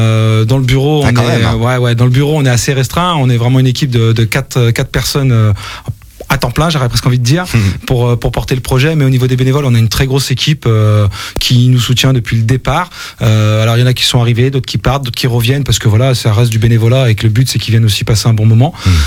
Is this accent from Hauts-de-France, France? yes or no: no; Auvergne-Rhône-Alpes, France; also born or lived in Lyon / Saint-Étienne; now in Vendée, France; Moi, j'ai grandi dans la région Rhône-Alpes. Je suis né à Lyon, mais je suis un Stéphanois de cœur parce que j'ai grandi à Saint-Etienne, tu vois, un peu entre les deux.